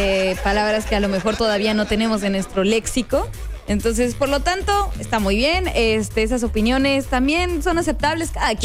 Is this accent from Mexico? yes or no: yes; Mexico; Sí, un poco, pero por eso justamente somos mexicanos y lo vamos a celebrar.